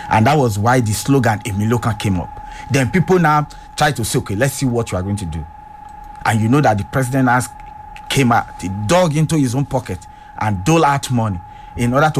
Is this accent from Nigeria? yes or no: yes; Nigeria; From my view, as a politician, as an analyst, as a Nigerian, yeah